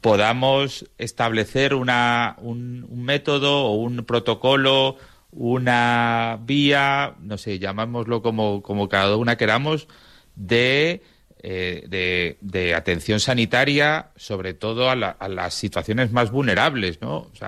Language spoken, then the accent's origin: Spanish; Community of Madrid, Spain; nosotros venimos de la Comunidad de Madrid, que es otra realidad totalmente